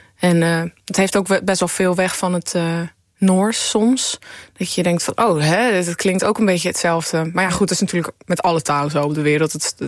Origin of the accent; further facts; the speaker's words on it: Amsterdam, North Holland, Netherlands; born there; moved away; also born or lived in northern Netherlands; ik ben zelf geboren in Amsterdam. En mijn vader heeft me wel al Fries opgevoed. Maar toen ik hier nog woonde, wilde ik dat niet echt terugspreken. Ik hoorde het wel aan, maar ik sprak Nederlands terug.